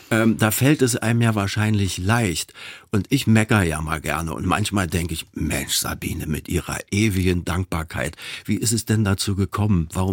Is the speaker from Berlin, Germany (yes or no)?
yes; Berlin, Germany; Also ich kenne nur als Berliner Danke für nischt.